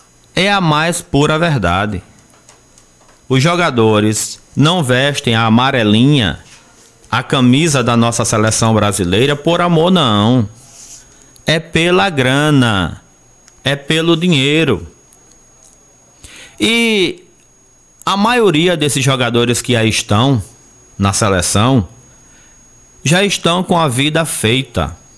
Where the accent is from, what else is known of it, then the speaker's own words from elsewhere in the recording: Brazil; nós que somos brasileiros